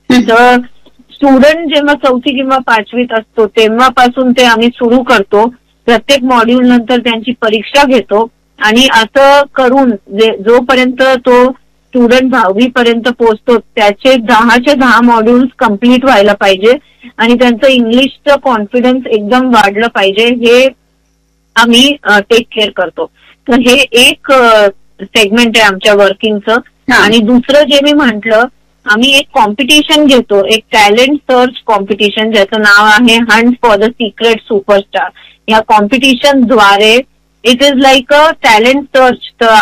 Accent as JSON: {"language": "Marathi", "town": "Ahmednagar", "region": "Maharashtra", "country": "India", "tie": "born or raised there", "moved": "yes", "said": "Actually मी नगरची आहे, मूळची माहेर, माझं तारडा नगरचं आहे."}